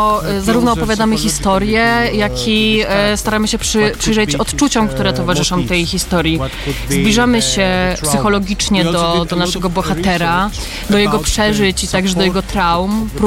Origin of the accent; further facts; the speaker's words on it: Greece; Polish is a second language; jestem reżyserem teatralnym, pochodzę z Grecji, pracuję w Opolu nad spektaklem